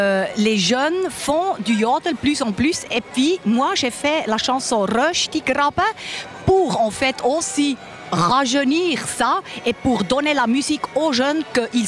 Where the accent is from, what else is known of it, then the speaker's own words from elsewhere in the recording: Bern, Switzerland; chez nous au Diemtigtal